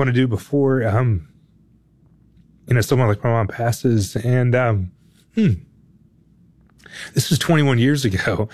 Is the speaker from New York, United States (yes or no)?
no; Raleigh, North Carolina, United States; You know, so I grew up in Raleigh, North Carolina, where college sports are really big, and NC State had a football team, and I grew up sort of like loving their team.